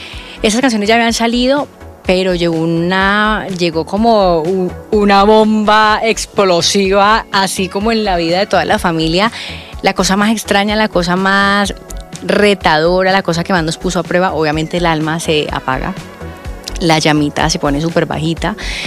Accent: Colombia; Como que cuando estamos fuera de nuestro país, uno valora mucho más todo lo de su país. Y obviamente cuando hacíamos música, la hicimos en Colombia

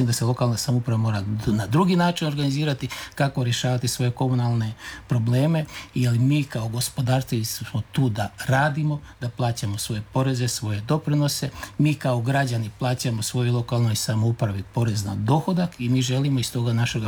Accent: Croatia

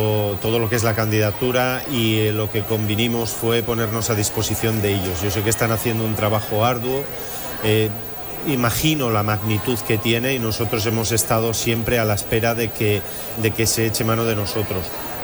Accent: Avilés, Asturias, Spain; born there; also born or lived in Ujo; Yo soy de Avilés, aunque soy oriundo de Ujo, mi familia es de la cuenca minera del Caudal, pero yo nací en Avilés

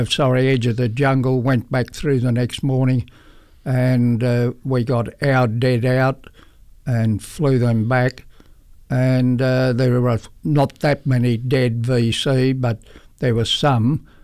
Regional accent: Tamworth, New South Wales, Australia; My hometown.

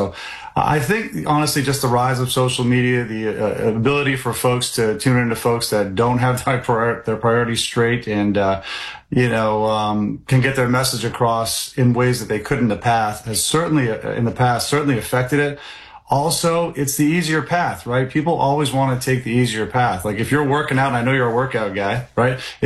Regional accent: Maine, United States; And in southern Maine, you've got a much greater blend of more liberal Democratic focus. I'm from District 1. My wife, my family grew up here.

